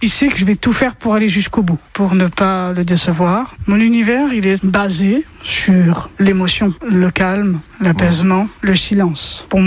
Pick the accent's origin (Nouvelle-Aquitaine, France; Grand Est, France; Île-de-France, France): Nouvelle-Aquitaine, France; Arcachon; now in Le Vignau, France; j'habite sur la commune du Vigneau, j'ai 32 ans et je viens de la ville d'Arcachon.